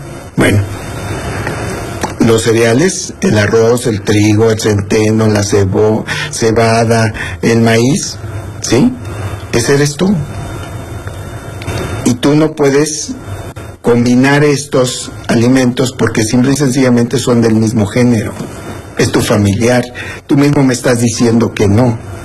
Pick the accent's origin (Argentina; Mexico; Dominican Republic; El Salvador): Mexico; Entonces, pues nosotros comemos tortillas porque somos mexicanos.